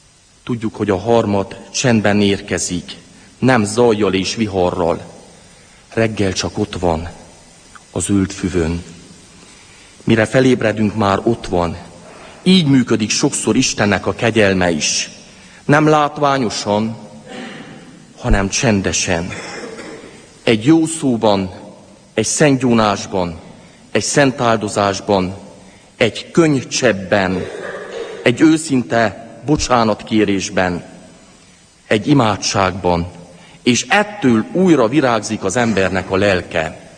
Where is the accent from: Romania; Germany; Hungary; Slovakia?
Romania; Lueta, Harghita; born or raised there